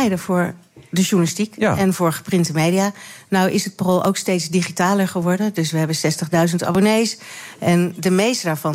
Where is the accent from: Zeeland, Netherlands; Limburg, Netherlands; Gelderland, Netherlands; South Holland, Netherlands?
Gelderland, Netherlands; Tiel; now in Amsterdam, Netherlands; Uit Tiel. Oh. Dat is Gelderland.